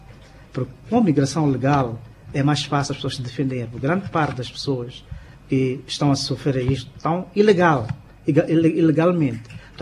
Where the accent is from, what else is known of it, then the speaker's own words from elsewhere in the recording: Mozambique; Nós temos também a mostrar esta componente humana que nós temos como moçambicanos